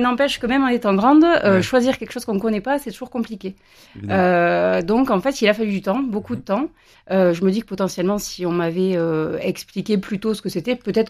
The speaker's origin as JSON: {"language": "French", "town": "Lunel", "region": "Occitanie", "country": "France", "tie": "born or raised there", "said": "Oui, alors moi donc … je suis originaire de Lunel. Je travaille en tant que juriste, j'ai 42 ans, je suis maman de 3 enfants, mariée."}